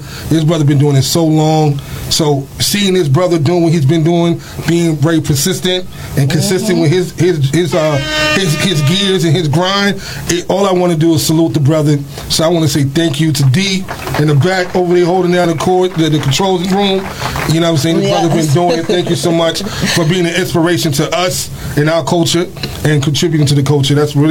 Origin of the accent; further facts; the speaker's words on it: Harlem, New York, United States; now in Bronx, United States; I might be in the Bronx right now, but I'm from Harlem.